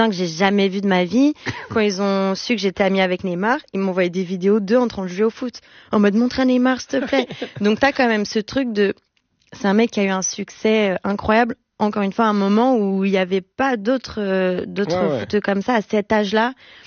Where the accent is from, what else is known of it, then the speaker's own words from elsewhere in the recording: Brazil; now in France; Et pour moi, c'est important de moi en tant que Brésilienne en France de pouvoir aussi les mettre en avant.